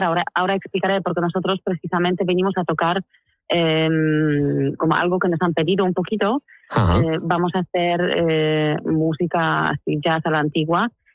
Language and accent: Spanish; Poland; also born or lived in Lithuania; now in Menorca, Spain; soy de origen ruso, de familia rusa. Ajá. Nací en Lituania, pero crecí en Polonia.